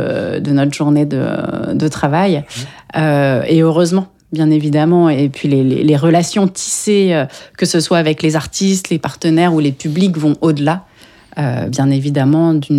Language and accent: French; Orléans, Centre-Val de Loire, France; moved away; also born or lived in Lille; je suis d'Orléans. Mais la principale partie de mes études, je l'ai faite à Lille.